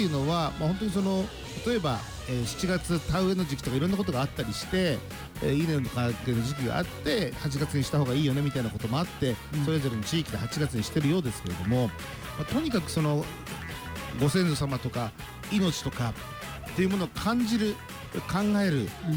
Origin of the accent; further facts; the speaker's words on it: Ibaraki, Japan; 地元茨城